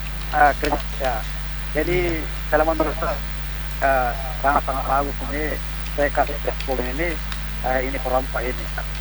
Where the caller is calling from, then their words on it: Makassar, South Sulawesi, Indonesia; saya Makassar ini